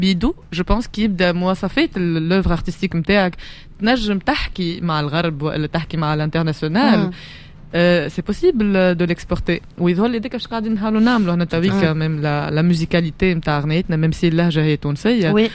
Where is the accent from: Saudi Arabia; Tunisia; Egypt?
Tunisia